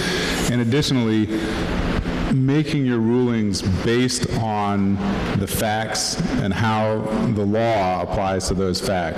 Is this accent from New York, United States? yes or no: no; Michigan, United States; now in Boone, United States; I grew up in Michigan and then found my way down here to North Carolina and to the mountains. I live in Boone. I've lived there, at this point, longer than I've lived anywhere else in my entire life. I consider that home.